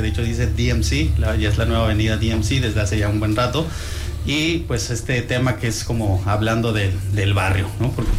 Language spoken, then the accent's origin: Spanish; Mexico; nosotros como mexicanos, la banda que estamos en esto